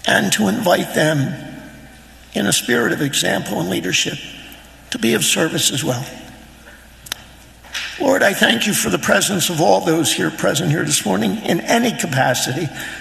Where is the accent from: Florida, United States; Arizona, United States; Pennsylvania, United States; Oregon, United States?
Pennsylvania, United States; Philadelphia; Born and raised in Kensington, of parents who worked in the mills.